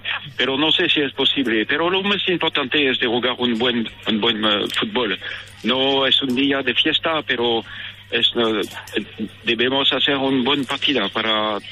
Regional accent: France; Spanish is a second language; Soy francés.

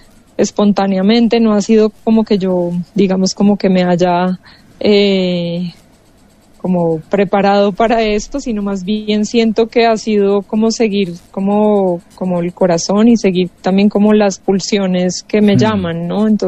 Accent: Colombia; como latinoamericana, como colombiana

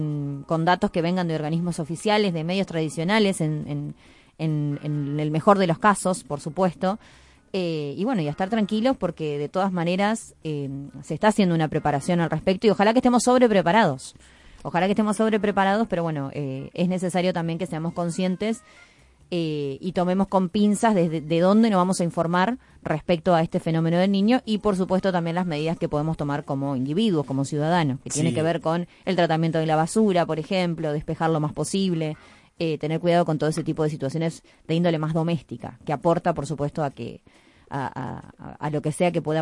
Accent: Santa Fe, Argentina; la historia que tenemos nosotros como santafesinos con el agua y con el río en general

